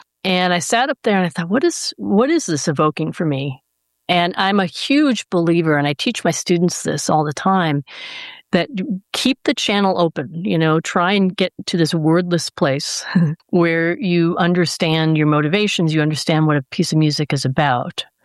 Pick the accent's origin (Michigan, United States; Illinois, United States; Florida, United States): Illinois, United States; Skokie; I grew up in Skokie.